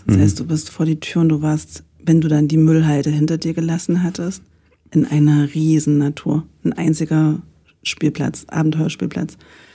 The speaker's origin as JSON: {"language": "German", "town": "Jena", "region": "Thuringia", "country": "Germany", "tie": "born or raised there", "said": "Ja, ich komme aus der Universitätsstadt Jena."}